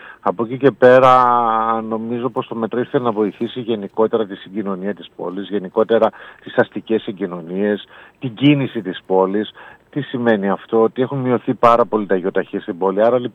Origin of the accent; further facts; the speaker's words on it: Greece; σαν Έλληνες σε αυτή τη χώρα.